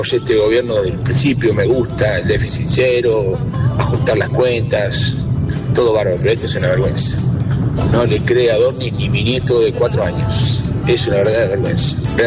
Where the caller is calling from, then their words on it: Coronel Pringles, Buenos Aires Province, Argentina; de Pringles.